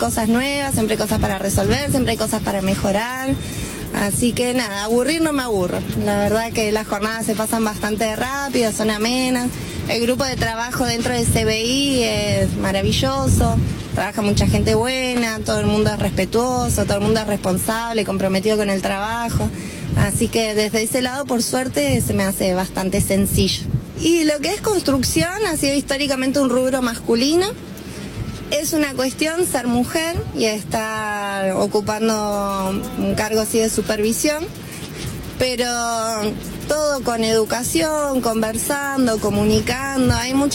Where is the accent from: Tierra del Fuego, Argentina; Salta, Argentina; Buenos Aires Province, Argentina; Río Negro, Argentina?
Río Negro, Argentina; Sierra Grande; also born or lived in Villa Regina; Yo soy nacida y criada en Sierra Grande. Yo cuando terminé la secundaria no había opción de estudio en la localidad, no había opción de trabajo, entonces yo me fui a estudiar y estudié en la Universidad de Río Negro en Villa Regina.